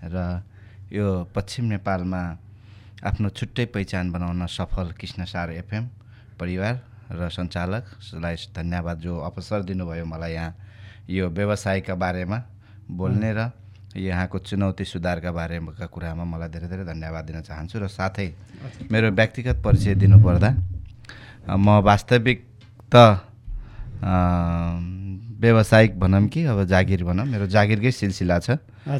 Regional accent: Pyuthan, Lumbini Province, Nepal; born or raised there; moved away as an adult; now in Nepalgunj, Nepal

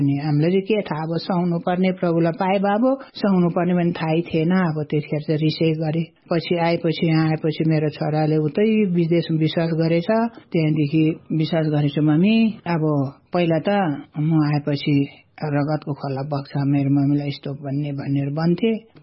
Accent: Sindhupalchok, Bagmati, Nepal; मेरो गाउँ घर चाहिँ सिन्धुपाल्चो हो।

